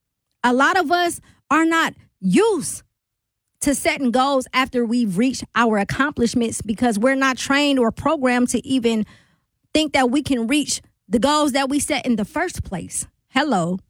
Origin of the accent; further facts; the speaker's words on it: Milwaukee, Wisconsin, United States; I'm from the crib. I'm from Milwaukee, right? Milwaukee is fly, especially in the era that I grew up in. Born in the 80s, raised in the 90s